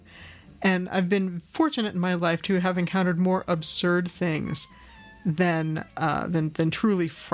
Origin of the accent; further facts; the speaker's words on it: Rust Belt, United States; when you're born and raised in the Rust Belt, you just kind of have a propensity towards a little bit of a black humor.